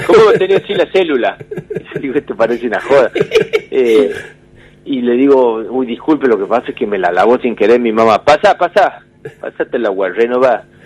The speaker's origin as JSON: {"language": "Spanish", "region": "northern Argentina", "country": "Argentina", "said": "Soy el Darín del norte argentino."}